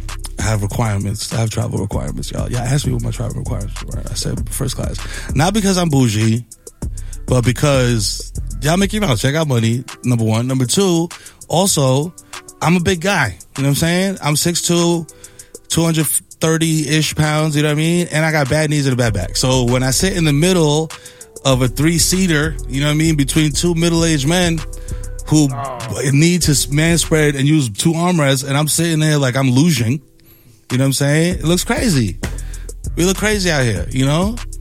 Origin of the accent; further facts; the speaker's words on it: New York, United States; I'm from the Bronx. I play East Tremont.